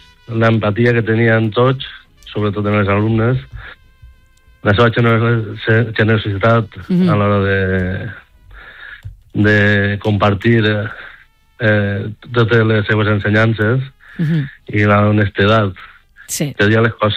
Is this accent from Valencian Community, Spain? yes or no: yes; L'Alcúdia, Valencian Community, Spain; I jo soc de l'Alcúdia.